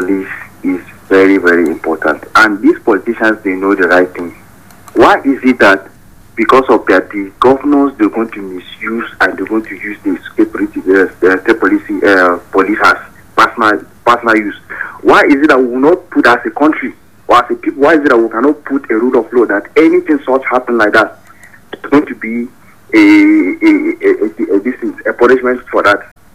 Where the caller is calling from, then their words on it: Nigeria; I'm calling from Chinwada.